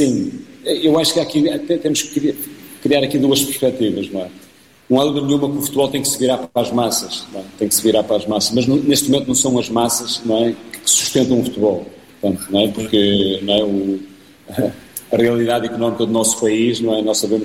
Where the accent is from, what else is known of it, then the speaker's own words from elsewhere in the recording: Paredes, Norte, Portugal; eu sou natural de Paredes